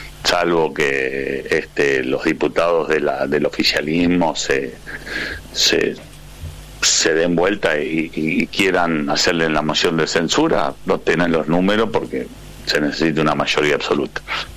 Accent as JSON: {"language": "Spanish", "country": "Argentina"}